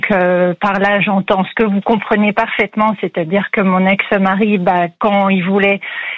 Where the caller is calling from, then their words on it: Rouen, Normandy, France; De Rouen.